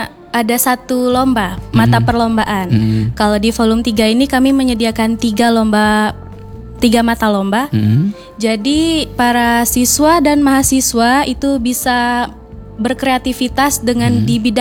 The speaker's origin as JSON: {"language": "Indonesian", "town": "Padang", "region": "West Sumatra", "country": "Indonesia", "said": "saya kan orang Padang"}